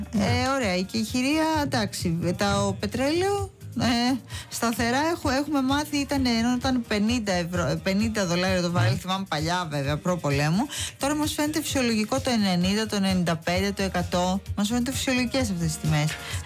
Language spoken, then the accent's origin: Greek; Piraeus, Attica, Greece; Ως Πειραιώτισσα το ξέρω.